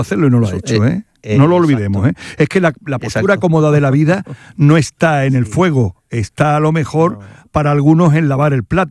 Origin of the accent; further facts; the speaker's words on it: Córdoba, Andalusia, Spain; Como cordobés, semi-electo por parte de mi familia que vive en Córdoba y parte de la histórica de mi familia